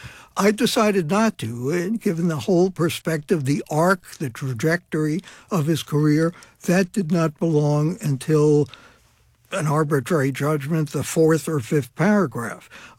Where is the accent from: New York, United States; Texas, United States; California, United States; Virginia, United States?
New York, United States; Brooklyn; Well, I come from a culture growing up in Brooklyn where death was denied.